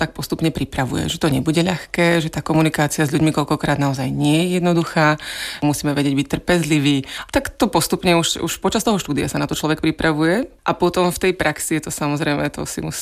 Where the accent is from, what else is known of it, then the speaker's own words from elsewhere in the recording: Humenné, Prešov Region, Slovakia; born there; moved away as an adult; also born or lived in Olomouc; now in Czech Republic; Narodila som sa v Humennom, to je na východnom Slovensku, takže je to ďaleko odtiaľto, ale študovala som v Olomouci univerzitu, tam som spoznala svojho manžela a tak sme už zostali tu v Českej republike